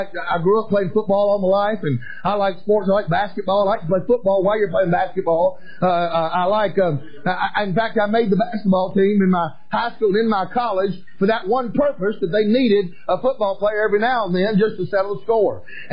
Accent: Atlanta, Georgia, United States; we're from Atlanta. I love the Atlanta Braves, and we're big Braves fans down there

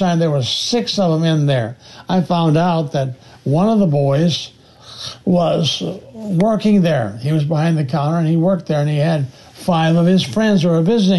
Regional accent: South Dakota, United States; I said, well, I'm a preacher from South Dakota. Have you ever met a preacher from South Dakota?

